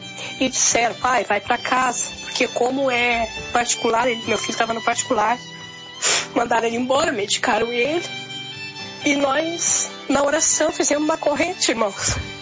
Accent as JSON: {"language": "Portuguese", "town": "Alvorada", "region": "Rio Grande do Sul", "country": "Brazil", "said": "sou de Alvorada, Rio Grande do Sul."}